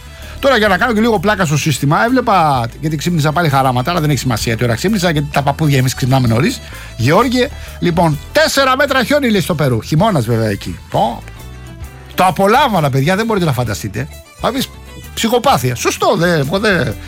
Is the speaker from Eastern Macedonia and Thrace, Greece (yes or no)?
no; Rafina, Attica, Greece; στην πατρίδα μου στη Ραφίνα